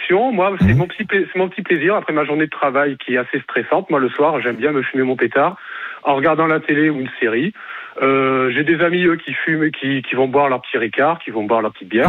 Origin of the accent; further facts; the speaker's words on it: Marseille, Provence-Alpes-Côte d'Azur, France; Moi, j'ai grandi à Marseille, donc dès que j'ai été majeur, j'ai été attiré par cette chose-là